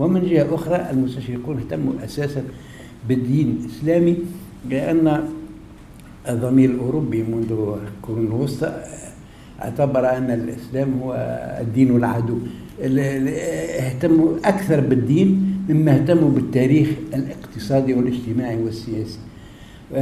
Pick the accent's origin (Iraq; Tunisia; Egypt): Tunisia; moved away as an adult; وأنا تونسي